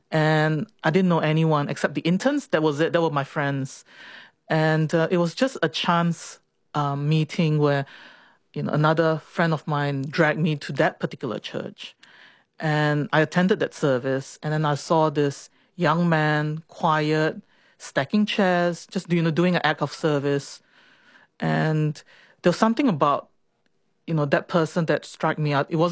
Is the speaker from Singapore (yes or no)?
yes; Singapore; Church is something that I grew up in Singapore.